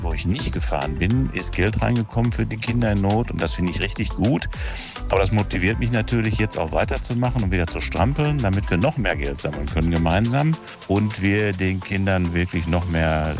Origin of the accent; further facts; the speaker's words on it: Dortmund, North Rhine-Westphalia, Germany; born there; Und das ist wirklich sehr emotional für mich, weil ich bin in Dortmund geboren.